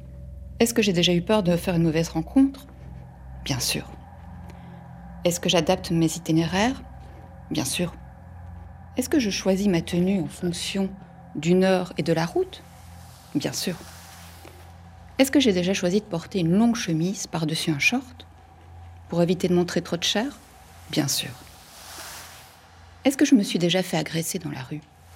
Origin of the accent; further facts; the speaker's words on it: Brussels, Brussels-Capital Region, Belgium; J'ai grandi à Bruxelles.